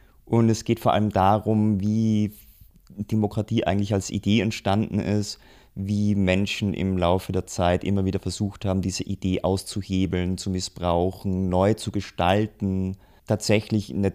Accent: Austria; now in Berlin, Germany; Ich komme eigentlich aus Österreich, lebe aber schon seit vielen Jahren in Berlin

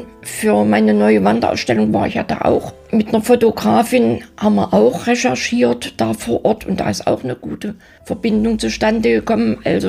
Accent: Leipzig, Saxony, Germany; Ja, muss man nur als Leipzigerin aufpassen.

